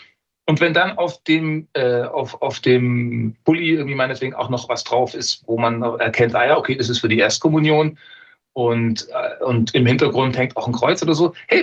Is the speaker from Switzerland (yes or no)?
no; Ravensburg, Baden-Württemberg, Germany; auch aus Ravensburg, meiner Heimat.